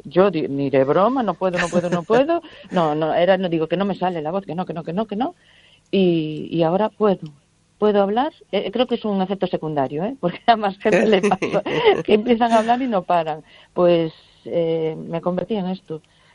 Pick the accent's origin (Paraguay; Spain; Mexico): Spain; Cortegada, Galicia; En Cortegada queremos hacer algo, en mi pueblo, y estamos así, pensando cositas